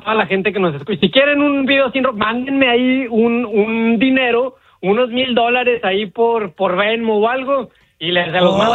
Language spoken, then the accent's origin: Spanish; El Paso, Texas, United States; born there; No, soy del Paso. O sea, vivo en el nací en el Paso